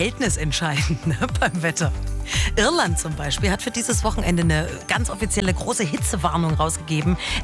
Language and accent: German; Germany; Da wundert man sich als Deutscher.